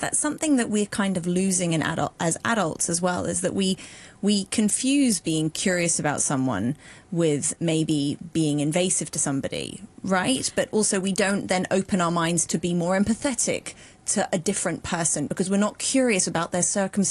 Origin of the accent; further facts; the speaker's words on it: Hong Kong; what they learn in school is different to how I learned in school growing up in Hong Kong.